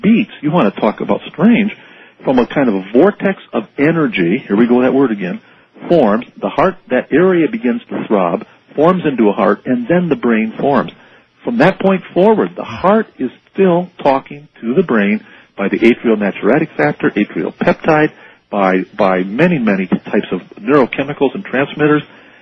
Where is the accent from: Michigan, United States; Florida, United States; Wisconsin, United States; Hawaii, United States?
Hawaii, United States; And I know speaking now as a Hawaiian